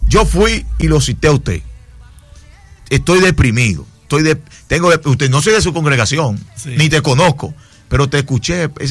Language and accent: Spanish; Dominican Republic; yo soy de Villaverde, nacido y criado en Villaverde. Yo tengo 47 años de edad.